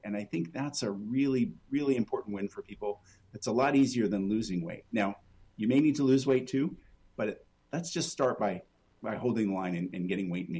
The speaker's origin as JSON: {"language": "English", "region": "New York", "country": "United States", "said": "I'm a New Yorker as well."}